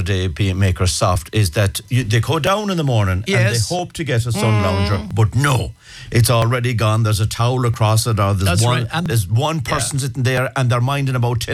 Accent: Ireland; The worry now with corporation tax is that are we, as an Irish people and the Irish government, relying too heavy on it?

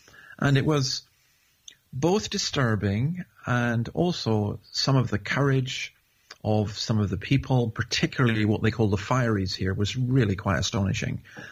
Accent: Scotland, United Kingdom; now in Australia; I'm from Scotland.

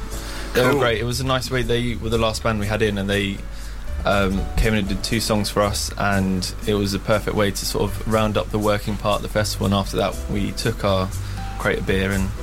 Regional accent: London, United Kingdom; I'm 29. I'm from South London.

